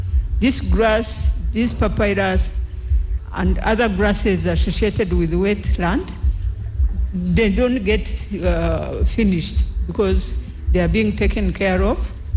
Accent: Rwanda; I'm from Rwanda.

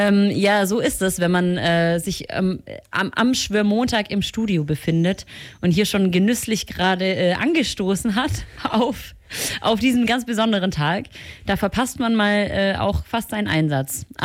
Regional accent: Laupheim, Baden-Württemberg, Germany; Ich komme aus Laupheim, das ist ja nicht weit von hier.

